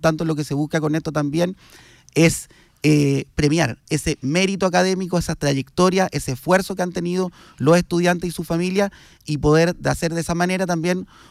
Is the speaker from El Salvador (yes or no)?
no; La Ligua, Valparaíso, Chile; en mi tierra natal, que siempre lo nombro con orgullo, la ciudad de La Ligua, en la provincia de Petorca.